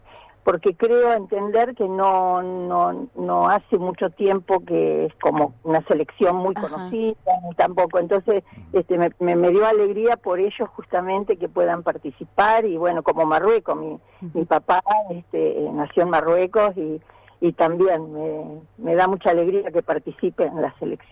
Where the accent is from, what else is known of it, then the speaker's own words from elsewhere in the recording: Argentina; also born or lived in Algeria; bueno, ellos saben que somos argentinos. Bueno, pues, al final uno no es ni de aquí ni de allá, es como muy raro lo nuestro